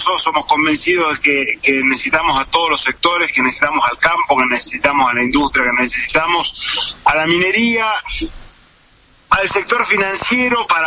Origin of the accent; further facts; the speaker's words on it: Norte Grande, Argentina; como puede ser la nuestra, acá el Norte Grande